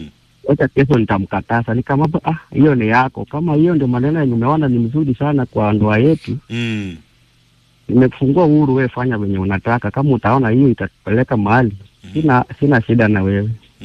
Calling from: Ahero, Kisumu County, Kenya; tumetoka hapa Ahero

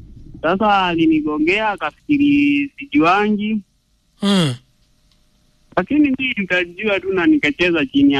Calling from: Kenya; Mimi niko Birika.

